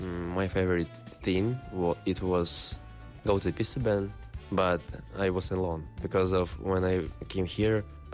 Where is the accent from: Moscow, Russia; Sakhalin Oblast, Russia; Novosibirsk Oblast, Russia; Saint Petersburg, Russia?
Sakhalin Oblast, Russia; Yuzhno-Sakhalinsk; now in Korea; Yuzhno-Sakhalinsk. This is Sakhalin Island.